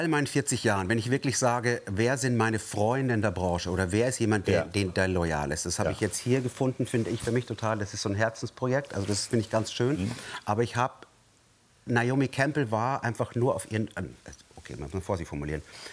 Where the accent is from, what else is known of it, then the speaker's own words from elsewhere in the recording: Bavaria, Germany; Also ich komme aus Bayern